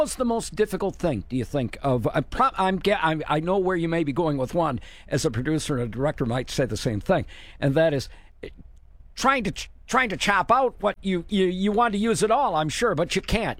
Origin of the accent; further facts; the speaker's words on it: Minnesota, United States; now in Wisconsin, United States; I'm originally from Minnesota, but came here to Wisconsin